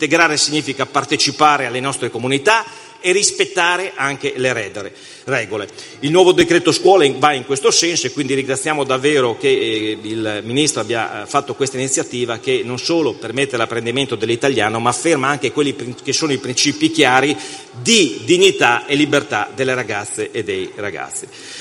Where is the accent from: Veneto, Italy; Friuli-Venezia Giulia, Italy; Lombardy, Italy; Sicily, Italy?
Friuli-Venezia Giulia, Italy; Pordenone; Io vengo da Pordenone, uno di quei capoluoghi che oggi è sprovvisto di questa iniziativa.